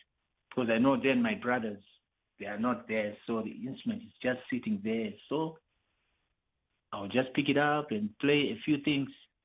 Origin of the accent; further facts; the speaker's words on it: Bulawayo, Zimbabwe; And I grew up in Zimbabwe. I was born here in the southern part of Africa.